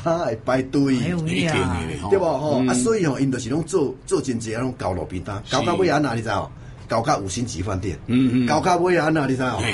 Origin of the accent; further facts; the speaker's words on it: Yilan County, Taiwan; 我们会把我们宜兰人的热情分享给全国听众朋友